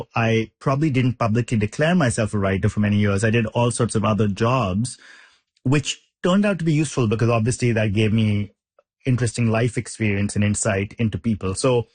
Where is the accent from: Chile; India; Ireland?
India; moved away as an adult; now in United States; I already had a bifurcated life in the sense that I grew up in India. I moved to the US for college. I was writing about India.